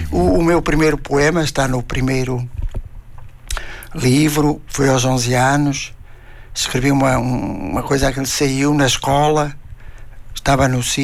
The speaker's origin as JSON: {"language": "Portuguese", "town": "Jales", "region": "Vila Real", "country": "Portugal", "said": "E eu sou de uma aldeia de Minas de Jaltes, que era uma aldeia mineira, entre as montes."}